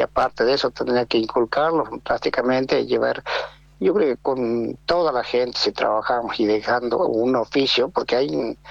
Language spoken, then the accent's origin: Spanish; Jujuy, Argentina; also born or lived in Buenos Aires; now in San Salvador de Jujuy, Argentina; Yo me iba, trabajaba cuando vine del departamento de Rinconada, San Salvador de Jujuy. Yo iba a la escuela nocturna. Y ahí aprendí el oficio. Y después que terminé de aprender el oficio, me fui a Buenos Aires con mi oficio